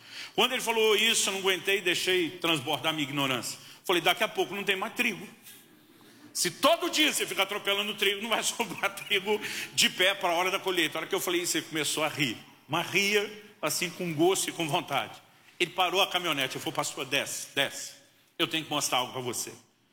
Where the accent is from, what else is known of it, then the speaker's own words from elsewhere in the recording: Campinas, São Paulo, Brazil; moved away as an adult; also born or lived in Santo André / São Bernardo do Campo / Paraná; completei 20 anos de idade, eu me mudei do estado de São Paulo, né, onde eu cresci, nasci na cidade de Santo André, morei em São Bernardo, ali no grande ABC, mas me criei em Campinas, já um pouco para o interior, mas é a segunda cidade do estado. E eu saí da selva de pedra onde me criei, para ir para o interior do Paraná.